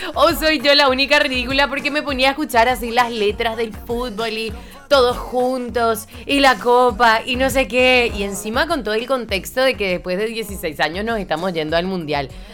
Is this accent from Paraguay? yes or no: yes; Paraguay